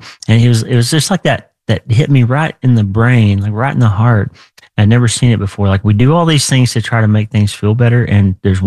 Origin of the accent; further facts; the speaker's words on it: Oklahoma, United States; Yeah. So I grew up in Oklahoma in a small town